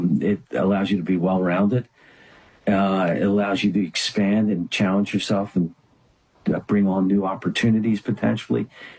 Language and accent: English; Runnymede, New Jersey, United States; I grew up in South Jersey, Runnymede, New Jersey, little blue collar community.